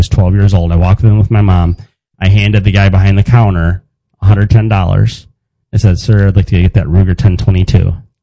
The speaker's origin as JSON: {"language": "English", "region": "Michigan", "country": "United States", "tie": "born or raised there", "moved": "yes", "said": "I grew up in Michigan."}